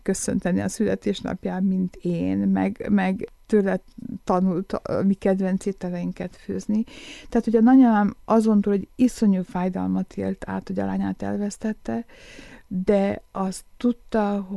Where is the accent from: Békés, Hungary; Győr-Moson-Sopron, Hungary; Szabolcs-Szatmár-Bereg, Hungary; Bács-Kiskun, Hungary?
Békés, Hungary; a férjem ezt meghozta, ezt az áldozatot, hogy ő visszajött velem az én szülővárosomba.